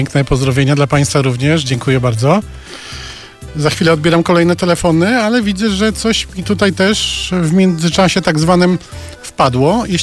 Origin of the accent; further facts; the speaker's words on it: Żuromin, Masovian Voivodeship, Poland; moved away; to jest moje rodzinne miasto